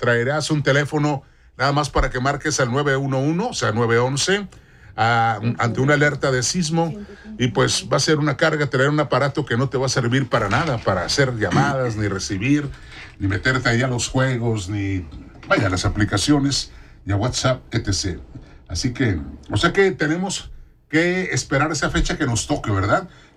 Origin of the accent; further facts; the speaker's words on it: Monterrey, Nuevo León, Mexico; No nada más somos los de Nuevo León, los de Monterrey, los de la zona conurbada.